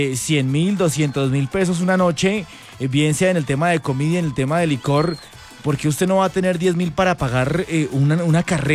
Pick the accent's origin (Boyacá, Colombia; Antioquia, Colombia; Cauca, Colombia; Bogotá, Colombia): Boyacá, Colombia; Duitama; como buenos boyacenses, como buenos duitamenses, como buenos colombianos